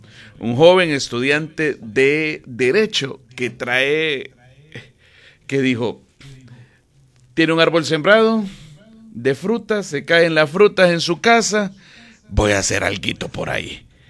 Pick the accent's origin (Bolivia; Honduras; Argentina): Honduras